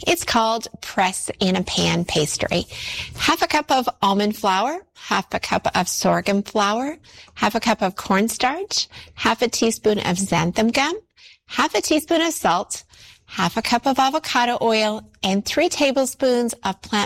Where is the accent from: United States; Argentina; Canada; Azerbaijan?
Canada; moved away; It actually comes from my home country of Canada.